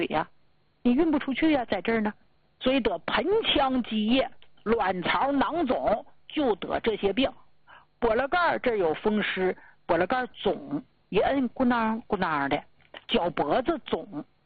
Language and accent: Chinese; Northeast China, China; 咱们东北人都知道吧